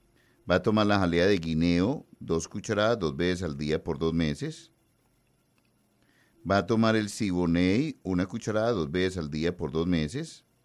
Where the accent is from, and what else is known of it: Medellín, Antioquia, Colombia; born there